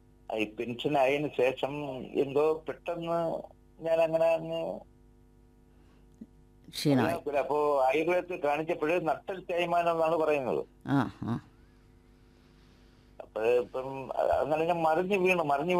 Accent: Nedumangad, Kerala, India; എൻ്റെ സ്ഥലം നടമങ്ങാട്.

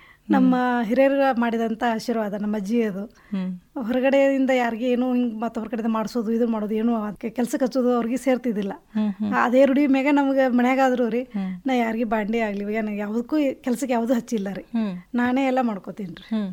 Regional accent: Tamba, Karnataka, India; now in Vijayapura, India; ನಮ್ಮೂರು ತಾಂಬಾ ಅಲ್ಲೇ ಎಲ್ಲರೂ ಕೂಡಿ ಫಂಕ್ಷನ್ ಮಾಡ್ತೇವೆ.

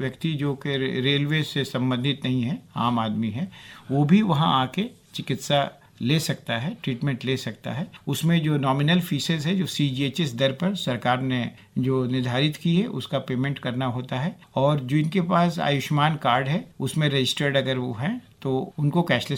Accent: Sasaram, Bihar, India; also born or lived in Patna; मैं बिहार से बिलोंग करता हूँ। सासाराम एक छोटी सा एक शहर है जहाँ से मेरी पढ़ाई लिखाई हुई। वो 10th तक मैंने वहाँ पढ़ाई किया।

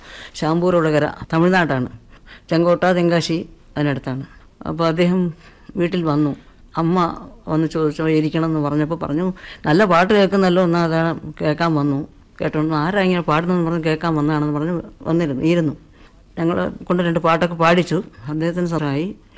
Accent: Elavannur, Kerala, India; also born or lived in Parassala; അപ്പൊ ഞാൻ ജനിച്ചത് പാറശാലയാണ്. അച്ഛൻ സ്കൂൾ ടീച്ചറായിരുന്നു. അച്ഛന് പ്രൊമോഷനായിട്ട് അടൂറിൻ്റെ അടുത്ത് ഒരു നാട്ടിൻപുറം ഇളവണ്ണൂർ എന്നുള്ള സ്ഥലത്ത് ഒരു പ്രൈമറി സ്കൂൾ ഹെഡ് മാസ്റ്ററായിട്ട് പ്രൊമോഷൻ കിട്ടി.

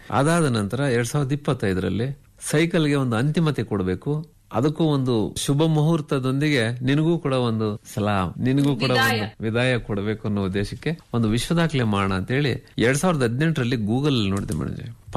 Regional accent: Birmanahalli, Kolar district, Karnataka, India; ನನ್ನ ಬೀರ್ಮಾನಹಳ್ಳಿ ನನ್ನ ಗ್ರಾಮಕ್ಕೆ

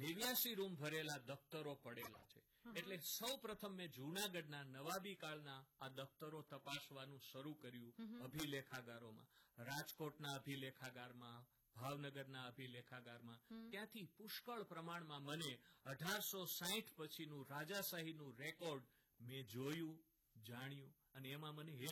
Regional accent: Sanosara, Gujarat, India; born there; also born or lived in Bagasara / Junagadh; મારું ગામ ચોટીલાની બાજુનું સણોસરા, અને એ પછી મને નોકરી મળી જૂનાગઢમાં

